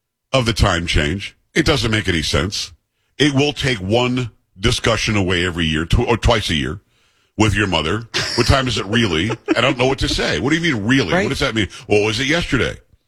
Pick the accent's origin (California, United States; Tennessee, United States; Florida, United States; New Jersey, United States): Florida, United States; also born or lived in New York; And keep in mind, I grew up, I'm from New York. People say, well, how many different places are you from? From New York, lived there until I was 7. Grew up in Florida from 7 until I was, 28, something like that.